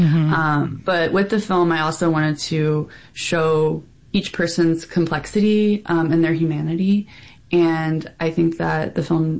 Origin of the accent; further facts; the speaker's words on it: Memphis, Tennessee, United States; I'm from Memphis.